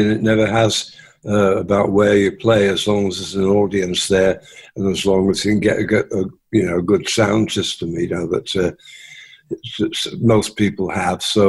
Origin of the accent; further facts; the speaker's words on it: England, United Kingdom; now in United States; It sort of is like that, you know. I mean, as soon as I came to America, I felt at home here as much as I did in England.